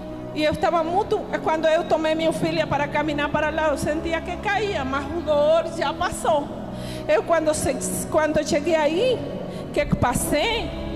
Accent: Venezuela; Portuguese is a second language; now in Brazil; Eu sou venezuelana, hein? Eu moro aqui em Vila Nova.

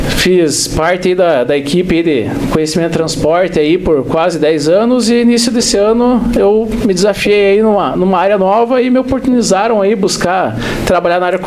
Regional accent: Videira, Santa Catarina, Brazil; eu tenho 35 anos, nasci e me criei aqui em Videira, sou filho aí da dona Ana e do senhor José

